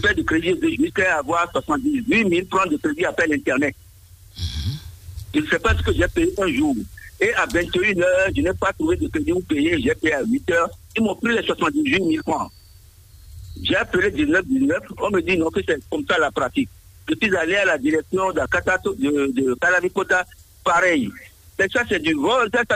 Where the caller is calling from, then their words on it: Benin; J'appelle d'Akatato.